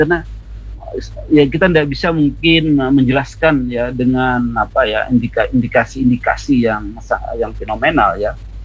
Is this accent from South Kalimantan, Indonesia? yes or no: yes; Banjarmasin, South Kalimantan, Indonesia; kita orang Banjarmasin